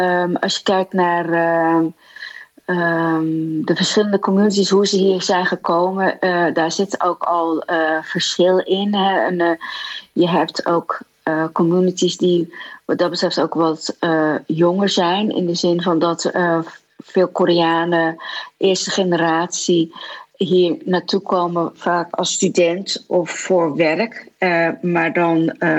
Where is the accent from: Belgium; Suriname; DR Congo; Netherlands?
Netherlands; ik ben in Nederland opgegroeid en ging hier naar de lagere school en de middelbare school